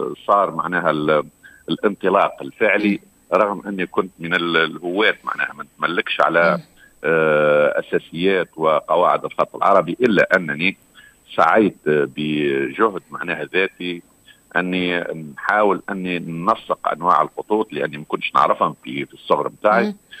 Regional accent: Sidi Bouzid, Tunisia; انطلقت معايا تحديدا من ريف منطقة قصر الحمام في أحواز الرقاب وين درست،

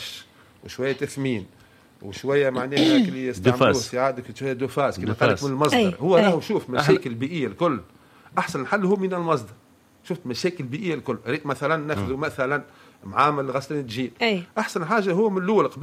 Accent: Monastir Governorate, Tunisia; عندنا في المستير

